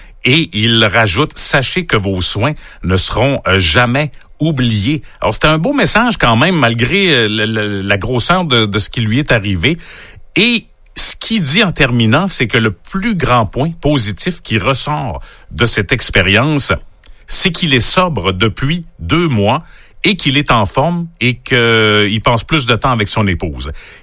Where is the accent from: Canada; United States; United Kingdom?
Canada; Quebec; chez nous en Gaspésie